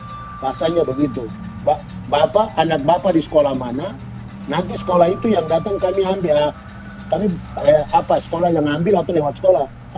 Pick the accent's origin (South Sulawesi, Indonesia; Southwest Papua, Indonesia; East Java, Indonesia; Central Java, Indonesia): Southwest Papua, Indonesia; Sorong; Saya jalan pagi, saya tinggal di Perumnas ya. Saya orang tugas di Manokwari, tapi saya warga Sorong. Nah, jadi saya tinggal di Perumnas